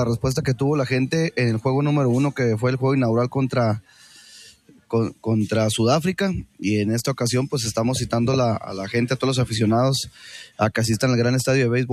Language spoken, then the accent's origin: Spanish; Mexico; sin hablar con el corazón de que somos mexicanos